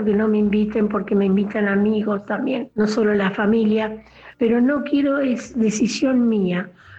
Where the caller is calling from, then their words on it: Alberti, Buenos Aires Province, Argentina; de Alberti